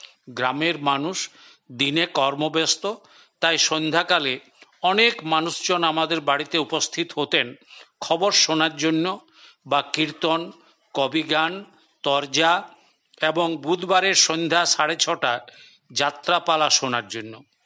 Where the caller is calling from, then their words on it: Chaibasa, Jharkhand, India; কোলহান বিশ্ববিদ্যালয়, চাইবাসা, পশ্চিম সিংভূম, ঝাড়খণ্ড থেকে কথা বলছি।